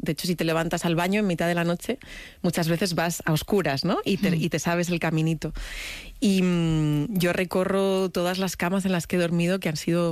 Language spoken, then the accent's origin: Spanish; Madrid, Community of Madrid, Spain